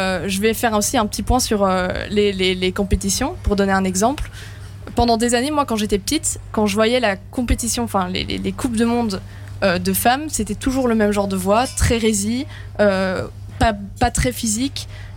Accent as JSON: {"language": "French", "town": "Fontainebleau", "region": "Île-de-France", "country": "France", "said": "moi je viens de Fontainebleau et là-bas je fais des sorties effectivement en non-mixité choisie, donc avec Girls in Blue qui est une association montée par Caroline Sino."}